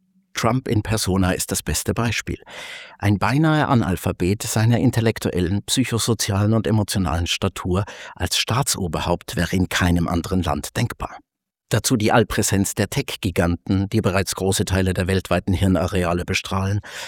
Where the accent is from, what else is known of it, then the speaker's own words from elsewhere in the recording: Bavaria, Germany; Als Franke graut es mir da immer ein wenig, ist doch unser Schäufele im Vergleich ein Knochen von balletöser Eleganz.